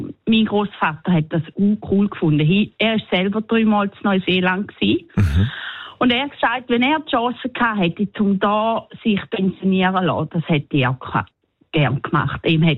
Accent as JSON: {"language": "German", "country": "Switzerland", "lives_now": "New Zealand", "said": "Als Schweizer ist man manchmal ein bisschen, ein bisschen ungewöhnlich."}